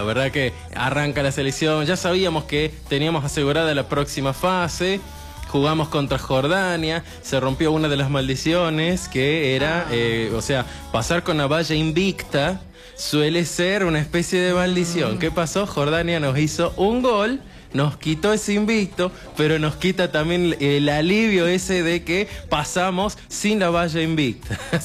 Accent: Argentina; es como somos los argentinos

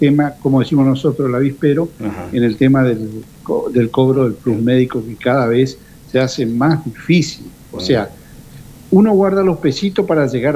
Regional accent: Reconquista, Santa Fe, Argentina; Y yo de acá de Reconquista soy de Platense.

